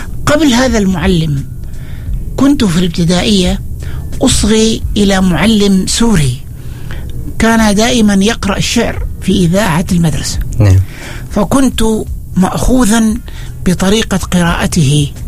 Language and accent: Arabic; Oman; moved away; also born or lived in Kuwait; قلت له: نعم أنا عماني.